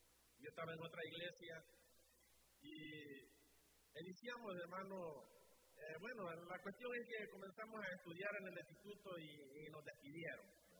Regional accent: El Salvador; now in New Jersey, United States; soy de El Salvador. Y he convivido, hermano, tanto con los de Guatemala que a la gente me confunde ya

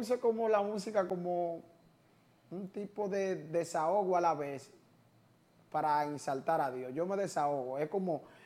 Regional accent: Santo Domingo, Distrito Nacional, Dominican Republic; also born or lived in Capotillo; Yo estoy viviendo ahora en La Cañita. Viviendo en La Cañita, es un barrio que queda por los bandos con Abeltoma, pero yo me crié en Villas Agrícolas, del Capotillo a Villas Agrícolas. Me terminé de criar en Villas Agrícolas.

